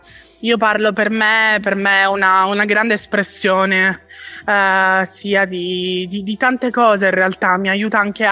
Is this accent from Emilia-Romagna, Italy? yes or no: no; Catania, Sicily, Italy; Io provengo da Catania ed è una città molto, molto viva, ma è viva, è un vivere diverso rispetto a Milano.